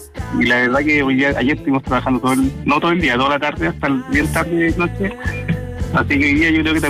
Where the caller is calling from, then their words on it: Santiago, Santiago Metropolitan Region, Chile; yo soy del Salto